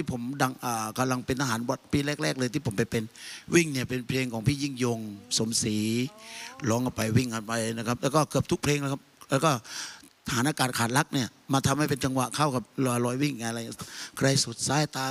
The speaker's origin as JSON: {"language": "Thai", "region": "Southern Thailand", "country": "Thailand", "said": "คือด้วยความเป็นคนใต้เนี่ยคำว่าเวียนครกนี่มันเหมือนกับเราโตมาเกิดมาปุ๊บเวลา"}